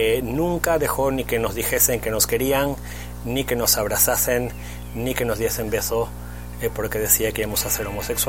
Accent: Canelones, Uruguay; also born or lived in Montevideo, Uruguay; now in Tenerife, Spain; Yo nací en Uruguay, allí en Montevideo. Me crié en el departamento al lado, en Canelones, con un hermano mayor

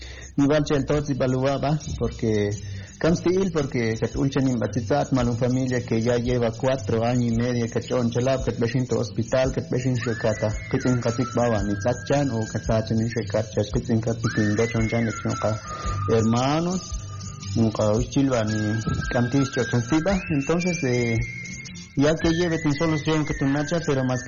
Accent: Quiché, Guatemala; first language Ixil; en mi dialecto porque soy Ixil.

